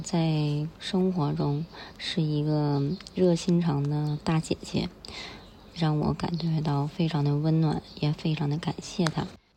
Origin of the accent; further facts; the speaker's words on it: Anshan, Liaoning, China; 我家是鞍山的，搁海城南上班